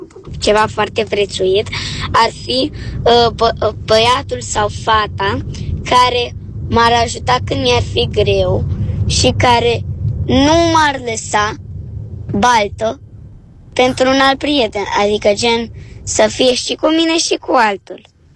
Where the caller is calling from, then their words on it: Bucharest, Romania; sunt tot eu … din București.